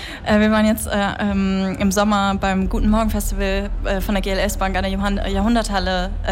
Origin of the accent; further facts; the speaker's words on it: Duisburg, North Rhine-Westphalia, Germany; Ist ja nicht weit von meiner Heimat. Ich komme aus Duisburg.